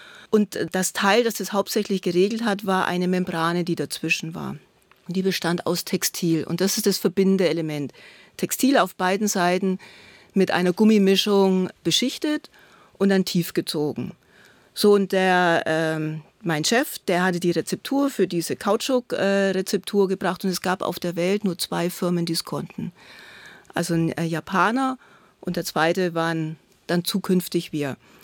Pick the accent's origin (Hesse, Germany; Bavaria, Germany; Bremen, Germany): Bavaria, Germany; Hof; ich bin in Hof aufgewachsen, das war damals noch das Dreiländereck.